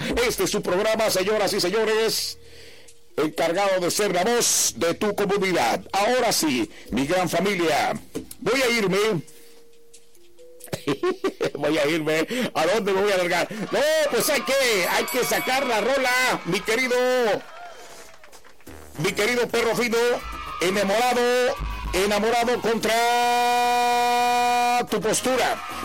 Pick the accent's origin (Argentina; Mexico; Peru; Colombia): Mexico; Pero los que somos allá de Bahía, que conocemos este arroyo